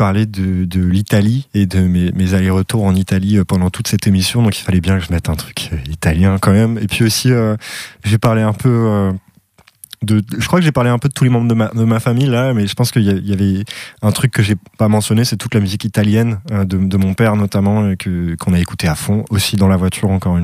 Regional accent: Brest, Brittany, France; moi je suis né à Brest, j'ai vécu la plupart de ma vie à Brest et tout ça, mais il y a quand même une bonne partie de moi et de ma culture musicale qui est de Vénétie, quoi.

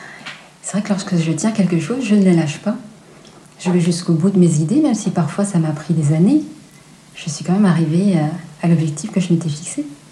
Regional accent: Brest, Brittany, France; also born or lived in Paris region; Donc en fait, j'étais originaire de Brest. Donc ça, c'était toujours dans mes racines. Et quand on a voulu repartir de la région parisienne, on voulait revenir en Bretagne

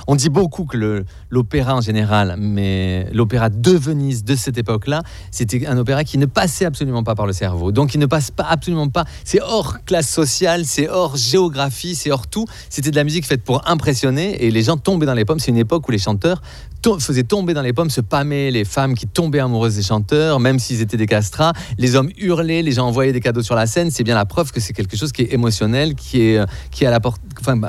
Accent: Marseille, Provence-Alpes-Côte d'Azur, France; je suis marseillais

